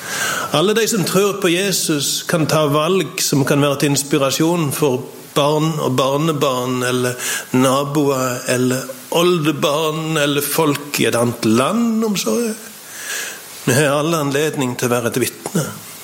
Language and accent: Norwegian; Sokndal, Rogaland, Norway; på Nesvåg hjemme I Sokndal.